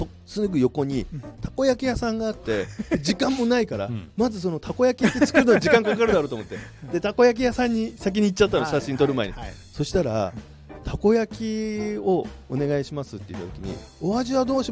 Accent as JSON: {"language": "Japanese", "region": "Hokkaido", "country": "Japan", "said": "でどさんこだから JR だろうという謎の理由で JR に乗って"}